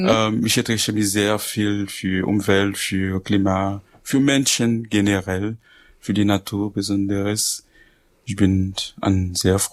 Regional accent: Port-au-Prince, Ouest, Haiti; German is a second language; now in Germany; zum Beispiel Port-au-Prince, wo ich herkomme.

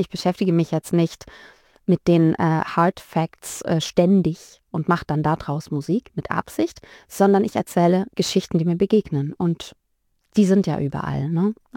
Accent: Heilbronn, Baden-Württemberg, Germany; also born or lived in Thuringia; now in Tübingen, Germany; Also ich bin geboren in Thüringen, bin dann so kurz nach der Wende mit meinen Großeltern und meiner Mama ins Schwabenland gezogen, nach Heilbronn. Und bin dann mit Anfang 20

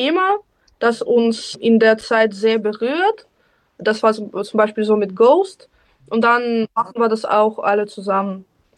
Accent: Ukraine; moved away; ich habe eine Musikschule in der Ukraine beendet, aber als Klavierspielerin.

